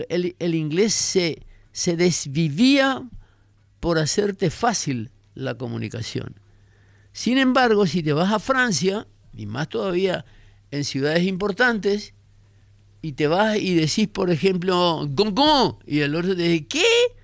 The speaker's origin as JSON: {"language": "Spanish", "country": "Paraguay"}